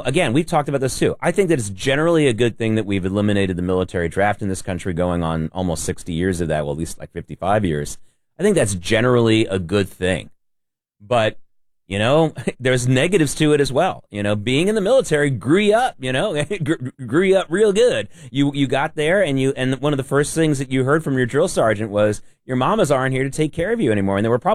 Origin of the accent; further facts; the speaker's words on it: Norfolk, Virginia, United States; now in New York, United States; before I came to New York, I was growing up in Norfolk, Virginia. And my block in Norfolk, Virginia, which was upper middle class, but a little bit more than middle class neighborhood.